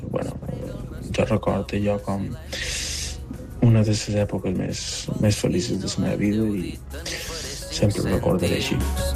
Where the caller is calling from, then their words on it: Pòrtol, Balearic Islands, Spain; de Pòrtol.